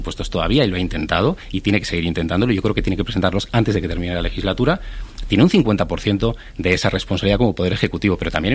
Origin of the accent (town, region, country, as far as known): San Sebastián, Basque Country, Spain; now in Madrid, Spain